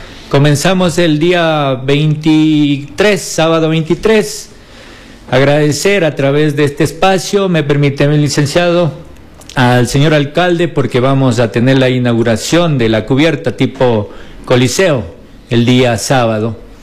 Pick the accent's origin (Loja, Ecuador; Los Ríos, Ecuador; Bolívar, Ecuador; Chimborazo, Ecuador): Bolívar, Ecuador; San Vicente; como buenos fiesteros que somos de San Vicente, de toda la provincia de Bolívar y el Ecuador entero